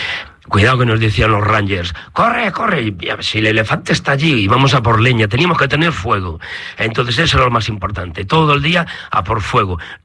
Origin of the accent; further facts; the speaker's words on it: Ourense, Galicia, Spain; Yo soy niño de aldea, tengo la suerte de... Soy de Ourense capital, pero soy niño de aldea. Entonces hemos tenido contacto con la naturaleza.